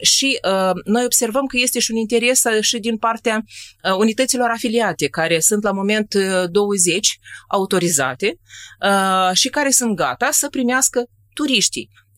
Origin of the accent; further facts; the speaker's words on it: Moldova; care sunt moldoveancă